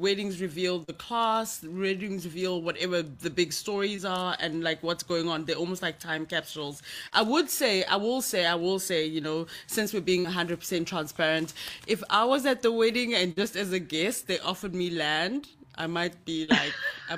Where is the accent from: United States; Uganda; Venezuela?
Uganda; now in South Africa; I got naturalized as South African, I'm Ugandan originally